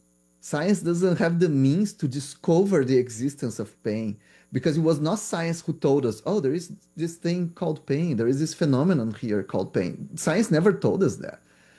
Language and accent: English; Brazil; English is a second language; growing up in Brazil in the 90s